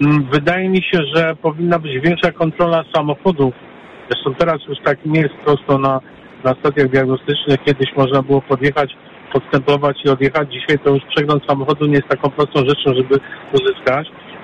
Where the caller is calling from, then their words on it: Warsaw, Masovian Voivodeship, Poland; może jestem zadufanym warszawiakiem